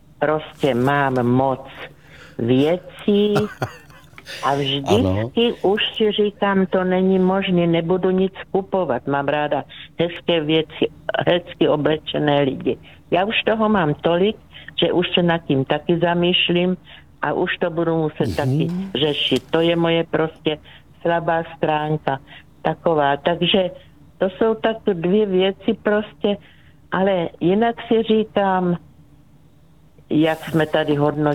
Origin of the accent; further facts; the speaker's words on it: South Moravian Region, Czechia; Takže já jsem z Moravy, takže tam od Břeclavy, takže u nás bylo vždycky vína dost, tatínek dělal víno